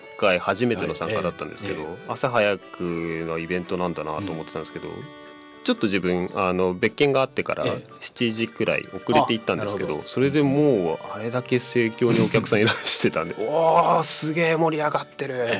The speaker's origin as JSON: {"language": "Japanese", "region": "Kanagawa", "country": "Japan", "tie": "born or raised there", "lives_now": "Ishinomaki, Japan", "said": "いや、それまで自分は地元が神奈川県の生まれになるんですけど、東北に実はお恥ずかしい話、行ったことすらないみたいな状況だったんですね。"}